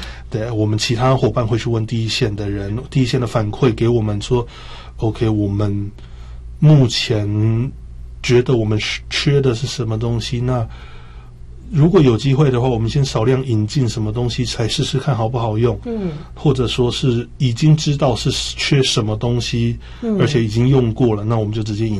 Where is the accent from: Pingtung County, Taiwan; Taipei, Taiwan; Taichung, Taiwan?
Taichung, Taiwan; 因为我台中人、哦、然后921那个我是亲身在那边摇